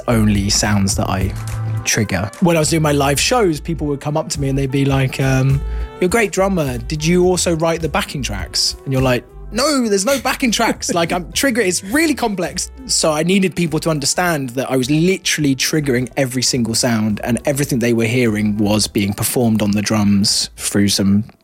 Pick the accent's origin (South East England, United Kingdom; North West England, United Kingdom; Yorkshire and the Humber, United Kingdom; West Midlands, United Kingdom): South East England, United Kingdom; New Forest; born or raised there; moved away as an adult; now in London, United Kingdom